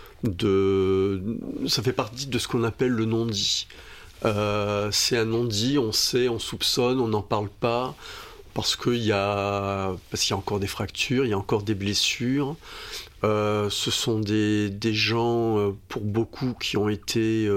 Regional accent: Nouméa, South Province, New Caledonia; born there; Alors moi, je suis né à Nouméa, hein, en ville.

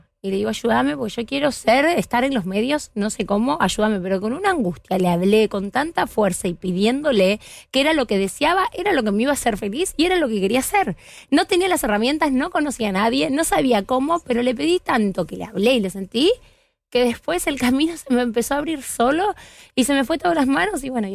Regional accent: Argentina; Sí, soy argentina.

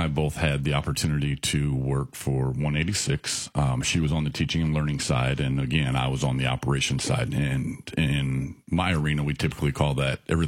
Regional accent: Kewanee, Illinois, United States; also born or lived in Springfield, Illinois / Alabama; So I was born and raised here in Central Illinois. I'm born and raised in Kewaunee.

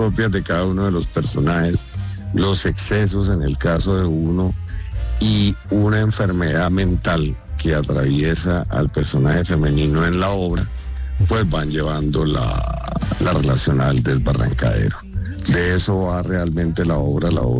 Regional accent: Tocaima, Cundinamarca, Colombia; moved away as an adult; por mi origen, yo soy de un pueblo, yo soy de Tocaima

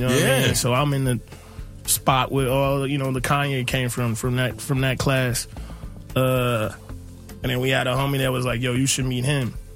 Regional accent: Detroit, Michigan, United States; moved away; also born or lived in Chicago; You know, I'm from Detroit.

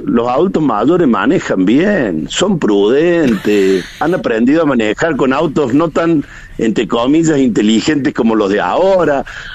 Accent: Córdoba, Argentina; Ya se dieron cuenta que soy de Córdoba.

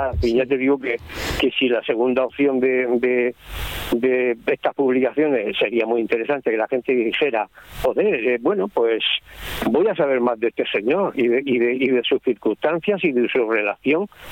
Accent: Murcia, Region of Murcia, Spain; que yo de dónde era, y yo, pues yo soy de Murcia, y nadie sabía qué era y qué dónde estaba y qué es lo que tenía Murcia.

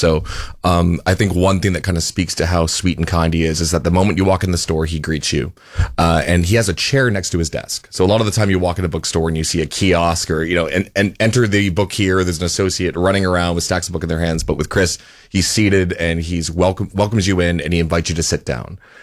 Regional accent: Nova Scotia, Canada; So I'm from Nova Scotia, but I do a lot of work in TV and reality, unscripted.

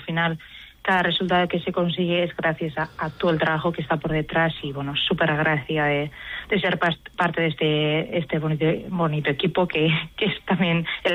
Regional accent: Zarautz, Basque Country, Spain; la primera etapa salía y acababa en Zarautz, en mi pueblo.

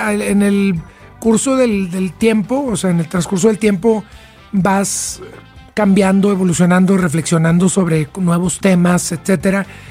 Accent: Monterrey, Nuevo León, Mexico; somos estos músicos regios que pues, todavía seguimos aportando y queriendo levantar la mano con mucho respeto para decir aquí está México, aquí está el norte de México, aquí está Monterrey.

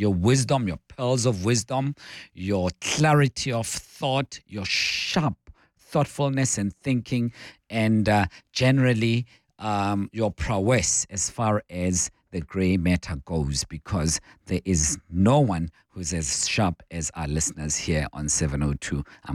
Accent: Johannesburg, Gauteng, South Africa; I'm originally from Alexandra Township in Joburg, stone throw away from our studios here.

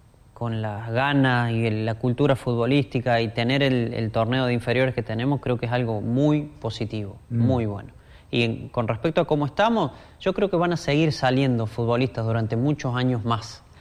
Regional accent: Argentina; pasa eso con lo competitivo que somos

